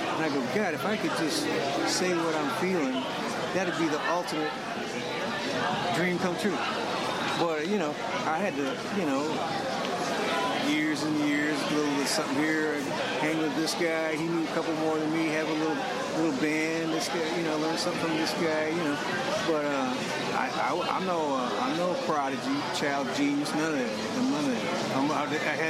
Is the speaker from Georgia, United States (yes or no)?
no; Chicago, Illinois, United States; also born or lived in Indianapolis, United States; and I'm from the Midwest. I was born in Indianapolis, grew up around Chicago